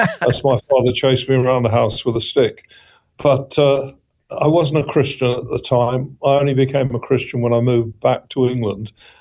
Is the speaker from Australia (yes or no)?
no; India; born there; Yeah, I traveled around a lot. I was born in India.